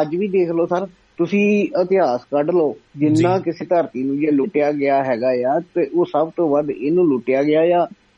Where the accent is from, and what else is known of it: Punjab, India